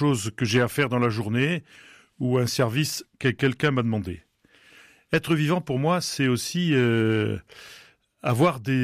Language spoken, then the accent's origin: French; Nouvelle-Aquitaine, France; moved away; Sédentaire et nomade. Les Charentes, c'est mon lieu de départ et mon lieu d'arrivée.